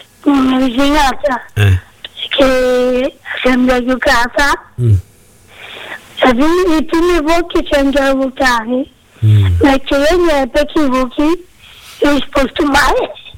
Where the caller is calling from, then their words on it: Rossano, Calabria, Italy; Sono di Rossano